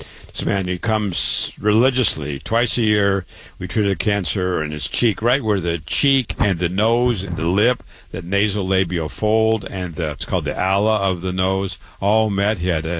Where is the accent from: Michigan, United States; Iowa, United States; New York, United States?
Iowa, United States; Waterloo; Born and raised in Waterloo, as I said, MD at 25, went on to University of Chicago